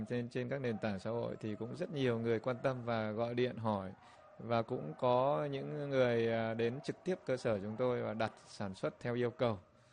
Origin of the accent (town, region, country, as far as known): Hanoi, Vietnam; born there